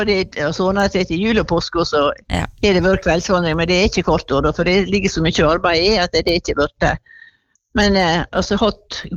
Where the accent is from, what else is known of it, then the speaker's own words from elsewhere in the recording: Netherlands; now in Norway; da er jeg fra Nederland.